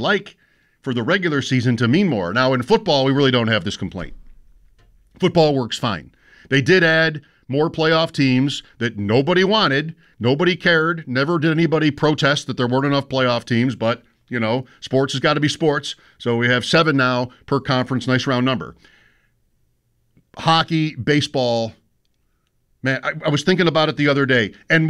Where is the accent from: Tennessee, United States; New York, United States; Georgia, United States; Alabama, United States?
New York, United States; Grand Island; also born or lived in Rochester; Patrick might have thought that I am from Rochester. I was there 11 years, but I'm not. I'm from where I live now on Grand Island.